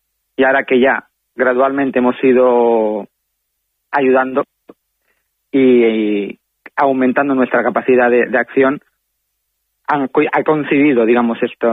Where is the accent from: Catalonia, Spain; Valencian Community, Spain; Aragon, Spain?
Catalonia, Spain; Barcelona; born there; yo soy nacido en Barcelona, catalán, pero de madre caballa y de abuela, y digamos … de cuando existía el barrio Centenero.